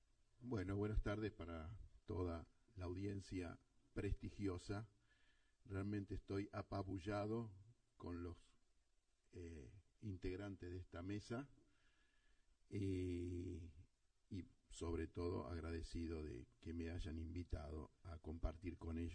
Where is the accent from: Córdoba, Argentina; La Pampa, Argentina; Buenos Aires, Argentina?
Buenos Aires, Argentina; yo soy porteño, o sea, no tendría nada que ver con esto del litoral